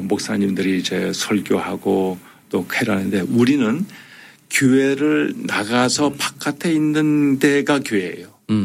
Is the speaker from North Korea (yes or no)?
no; South Korea; now in United States; 우리 한인들이 우리 대한민국 사람으로서 미국 살면서 한인들의 위상을 높여주고